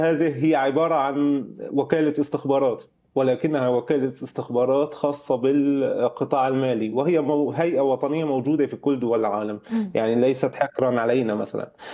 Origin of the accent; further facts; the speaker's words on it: Syria; عندنا بسوريا